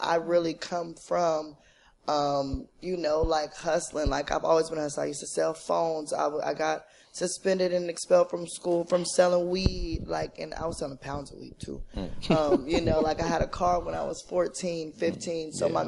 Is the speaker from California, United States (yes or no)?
yes; Vallejo, California, United States; And so my style really comes from me being from the Bay Area. I'm from Vallejo, California.